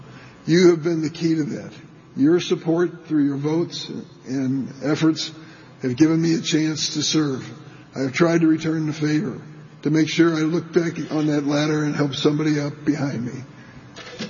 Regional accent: East St. Louis, Illinois, United States; Yesterday, I went down to the house I grew up in East St. Louis, 484 North 29th Street.

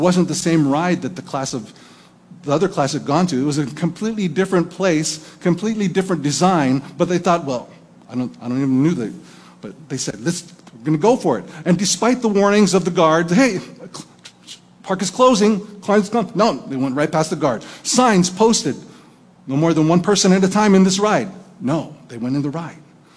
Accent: Napa, California, United States; moved away; back to Napa, California, my hometown.

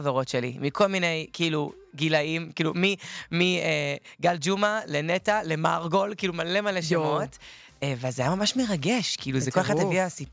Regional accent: Ramat Gan, Tel Aviv District, Israel; born or raised there

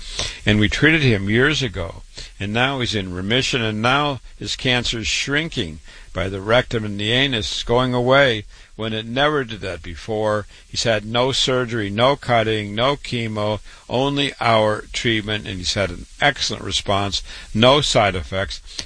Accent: Waterloo, Iowa, United States; I was born and raised in Waterloo, Iowa, MD at 25

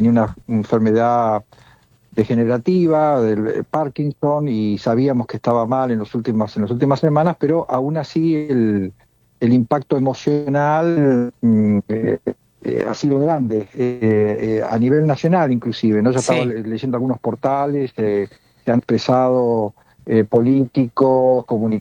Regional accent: La Plata, Buenos Aires Province, Argentina; yo soy platense

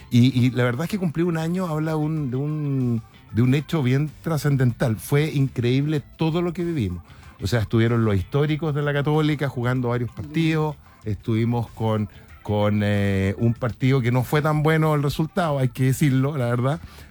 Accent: Viña del Mar, Valparaíso, Chile; Yo soy viñamarino

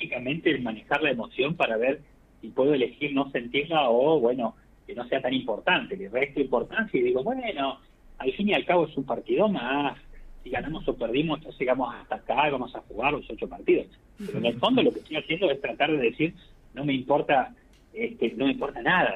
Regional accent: Argentina; somos todos argentinos, somos los 50 millones de argentinos

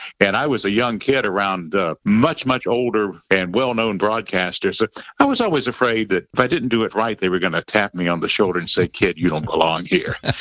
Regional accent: Durham, North Carolina, United States; Yes, I'm originally from Durham. I've never really strayed very far from home, just all in the Triangle, Raleigh-Durham area of North Carolina.

